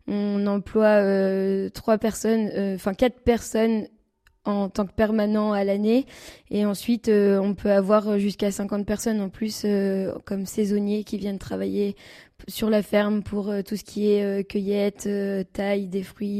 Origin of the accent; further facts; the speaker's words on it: Normandy, France; also born or lived in Picardy; now in South Manche, France; Avant, on habitait en Picardie. Sachant que moi je viens de Normandie aussi, mais de l'Orne.